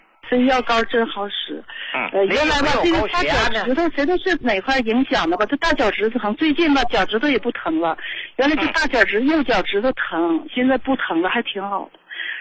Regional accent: Qiqihar, Heilongjiang, China; 我是黑龙江的，那啥，齐齐哈尔的，71岁了

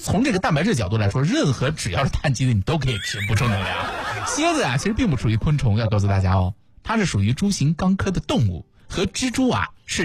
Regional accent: Jiangsu, China; 我们苏北人

